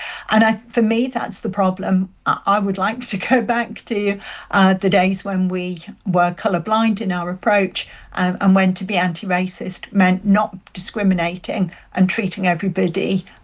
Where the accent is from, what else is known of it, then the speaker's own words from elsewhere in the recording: Middlesbrough, North East England, United Kingdom; in my town growing up in Middlesbrough